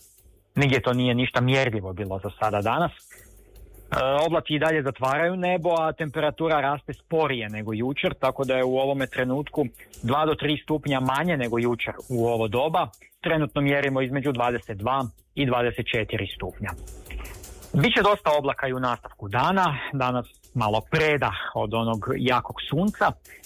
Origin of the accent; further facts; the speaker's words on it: Croatia